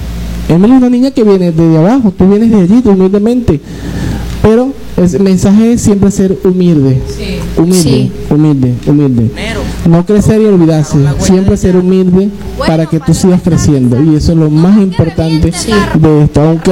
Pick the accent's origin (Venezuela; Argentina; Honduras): Venezuela; Nosotros venezolanos somos guerreros, somos gente venezolana que estamos preparados para todo.